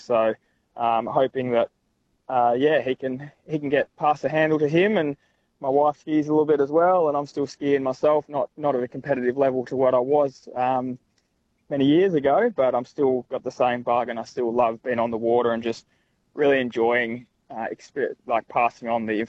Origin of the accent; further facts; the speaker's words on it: Albany, Western Australia, Australia; now in Cairns, Australia; represent, you know, Australia and also Albany, my hometown, and Western Australia, my home state.